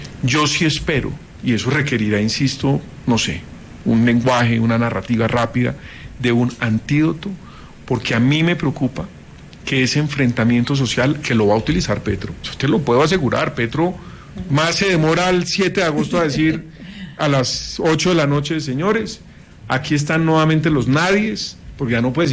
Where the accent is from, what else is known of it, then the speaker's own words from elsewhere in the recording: Colombia; Nosotros como colombianos necesitamos un antídoto urgente contra el odio de clases.